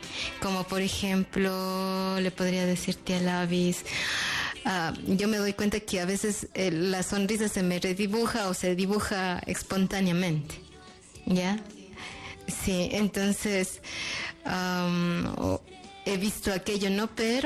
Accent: Cuenca, Azuay, Ecuador; born there; Desde nacimiento somos cuencanas.

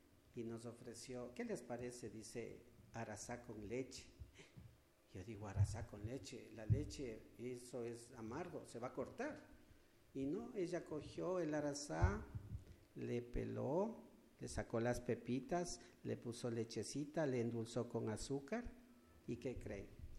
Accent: Quito, Pichincha, Ecuador; moved away; yo soy de Quito, ¿no? Pero ya vivo mucho tiempo

